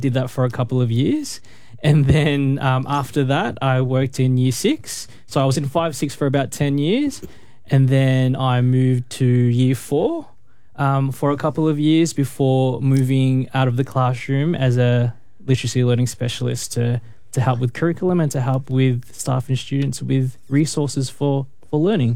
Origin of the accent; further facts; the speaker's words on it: Melbourne, Victoria, Australia; I grew up in the West Side.